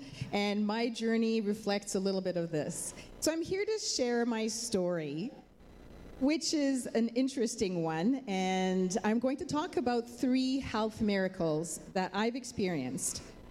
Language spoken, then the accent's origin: English; Montreal, Quebec, Canada; also born or lived in Ontario; now in Vancouver, Canada; I'm originally from Montreal. I lived in Ontario and now I live in Vancouver. Let's just say I'm Canadian.